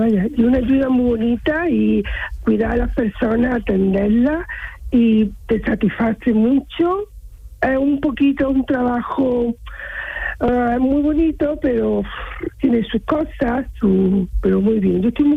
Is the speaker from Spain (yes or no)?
yes; Córdoba, Andalusia, Spain; Pues mira, yo soy de Córdoba capital.